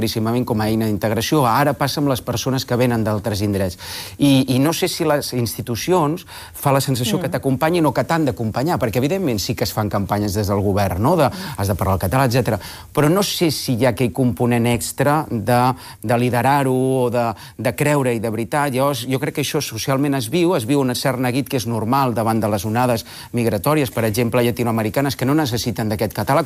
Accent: Catalonia, Spain; born there; first language Spanish; Catalan is a second language; Ara nosaltres som catalanoparlants, tot i que la meva llengua materna era

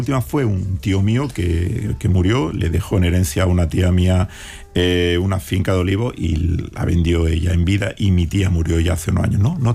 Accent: Andalusia, Spain; cuando vienen a mi tierra amigos de fuera de Andalucía

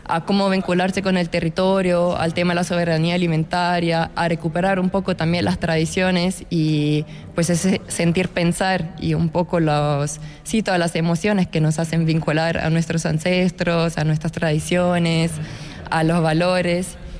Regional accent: Italy; Spanish is a second language; soy de Italia. Vengo de un pueblo muy chiquito en la costa este, en la costa adriática de Italia.

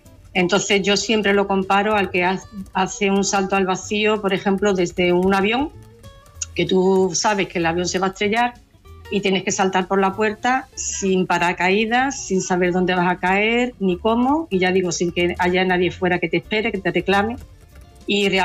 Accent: Seville, Andalusia, Spain; A Sevilla, yo soy de Sevilla.

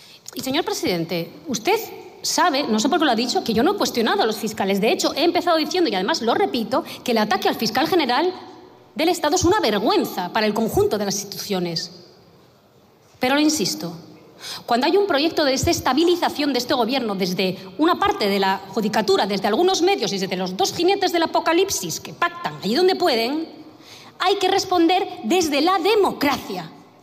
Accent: Galicia, Spain; accent: Galician; soy gallega, creo que me... el acento, ¿no? Sí, soy gallega, sí.

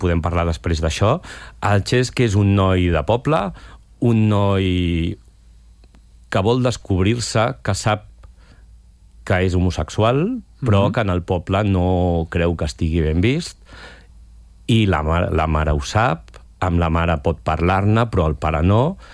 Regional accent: Sant Pau de Segúries, Catalonia, Spain; moved away as an adult; now in Barcelona, Spain; Jo sóc de poble, sóc de Sant Pau de Segúries. Vaig venir a Barcelona a estudiar i em vaig quedar a treballar i m'hi he quedat a viure.

